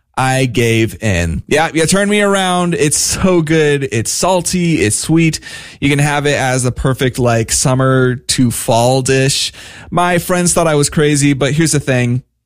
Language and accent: English; Michigan, United States; now in Nebraska, United States; I'm originally from Michigan, so coming to Nebraska